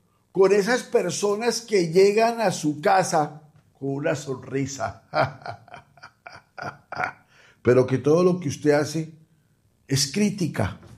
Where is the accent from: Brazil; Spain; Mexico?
Mexico; no hace mucho llegó usted de mi tierra, de México.